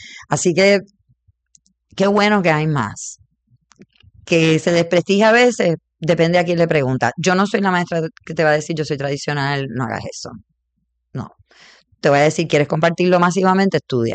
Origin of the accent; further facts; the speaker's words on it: Puerto Rico; yo soy boricua